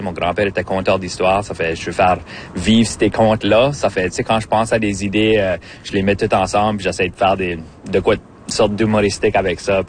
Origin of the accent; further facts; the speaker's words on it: Memramcook, New Brunswick, Canada; Ben, c'est une expression qu'on dit par chez nous à Memramcook.